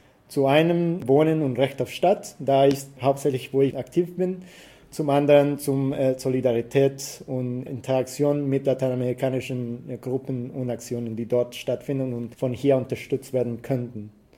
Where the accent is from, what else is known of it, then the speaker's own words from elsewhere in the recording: Costa Rica; now in Berlin, Germany; Ja, ich komme ursprünglich aus Costa Rica und ich bin Jahr 2018 nach Deutschland gekommen. Damals nach Berlin, aber bin ein paar Mal umgezogen wegen Studium.